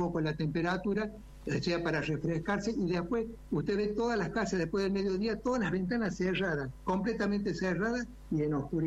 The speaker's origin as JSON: {"language": "Spanish", "region": "Córdoba", "country": "Argentina", "tie": "born or raised there", "said": "Yo soy de Barrio Jardín, o sea, no voy a decir de qué equipo soy, pero soy de Barrio Jardín, nacido y criado"}